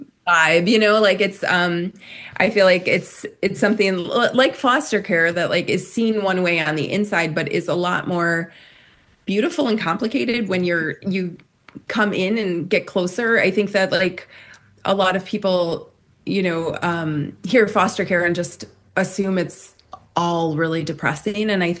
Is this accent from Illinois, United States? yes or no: yes; Rockford, Illinois, United States; Yeah, so the novel's set in Rockford, Illinois, and that is my hometown. It's where I live. It's where I have worked in child welfare for almost 2 decades.